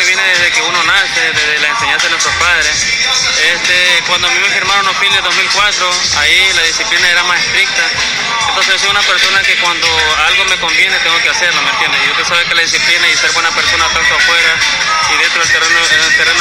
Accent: Nicaragua; moved away; also born or lived in United States; cuando me vine para de Nicaragua, o estuve en Estados Unidos ahorita

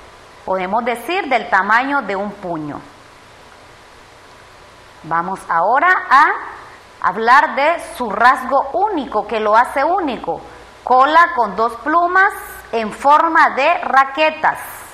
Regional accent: Nicaragua; Nuestra ave nacional nos representa como nicaragüenses.

